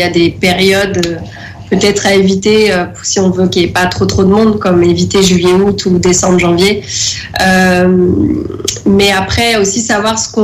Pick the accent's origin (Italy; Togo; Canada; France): France; Enfin, qui se perd, en fait, chez nous, en France, par exemple.